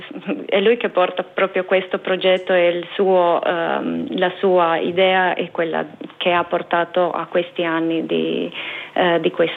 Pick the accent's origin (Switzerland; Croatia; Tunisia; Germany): Croatia; Buje, Istria County